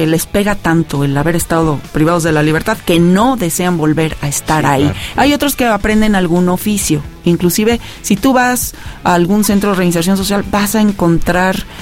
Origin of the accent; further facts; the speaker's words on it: Mexico; Somos una familia mexicana